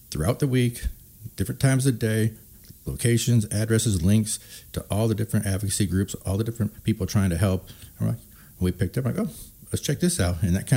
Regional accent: Seattle, Washington, United States; moved away as an adult; also born or lived in Cleveland, Ohio; now in Spokane, United States; Okay. Yeah, I grew up in the Seattle area for most of my life. Lived outside Cleveland for a couple of years in high school. Hmm. Went back to Seattle.

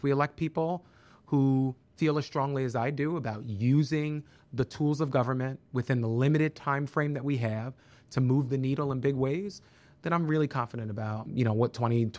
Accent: Pennsylvania, United States; just in my home state of Pennsylvania

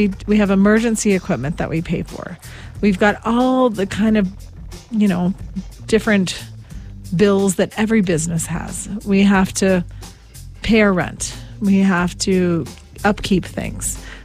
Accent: California, United States; moved away; I grew up in Southern California

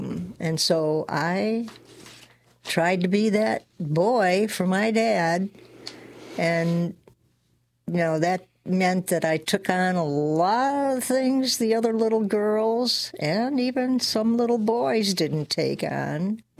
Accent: Chicago, Illinois, United States; I grew up in Chicago, and I was the first born of four children in my family.

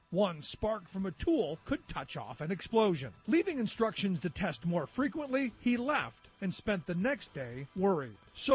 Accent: Cleveland, Ohio, United States; I go back to my hometown of Cleveland.

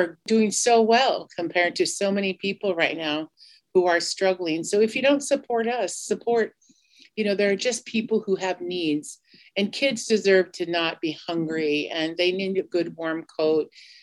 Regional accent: South Dakota, United States; I am a member of the Cheyenne River Sioux Tribe. I am from the Minikoju Lakota Band of the Cheyenne River Sioux Tribe.

